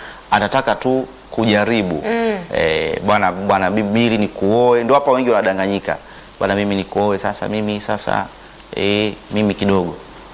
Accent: Songea, Ruvuma, Tanzania; moved away; Kule kwetu Songea wanasema mpaka Liamba.

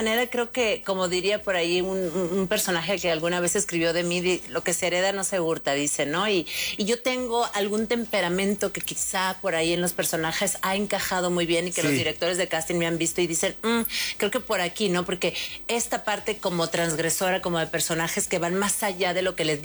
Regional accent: Sonora, Mexico; Yo soy de Sonora, estados vecinos

